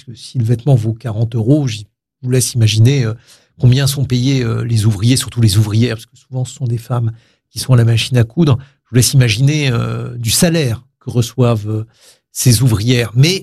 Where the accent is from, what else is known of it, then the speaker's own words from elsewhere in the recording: France; Nous sommes français, on est français depuis que la France s'est faite.